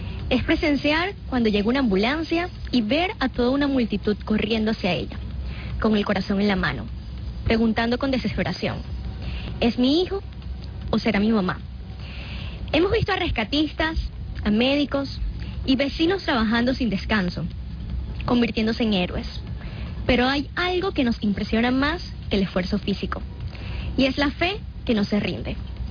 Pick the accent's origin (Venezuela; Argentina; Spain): Venezuela